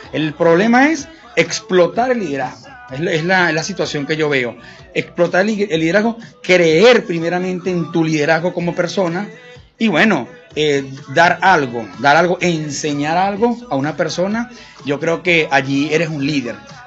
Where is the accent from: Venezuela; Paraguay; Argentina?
Venezuela